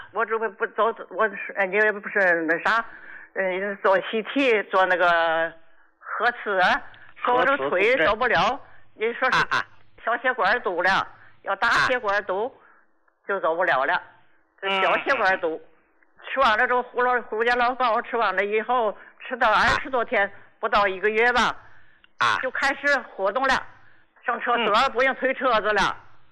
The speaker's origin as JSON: {"language": "Chinese", "town": "Qinhuangdao", "region": "Hebei", "country": "China", "said": "我秦皇岛的患者，我今年86了。"}